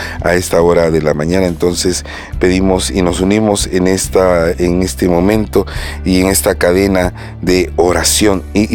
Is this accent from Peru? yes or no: yes; Callao, Peru; Yo soy del Callao.